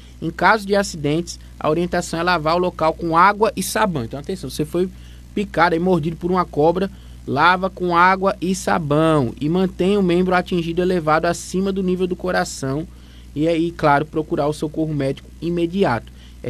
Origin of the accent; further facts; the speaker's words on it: São Paulo, Brazil; now in Toritama, Brazil; Eu fui criado em São Paulo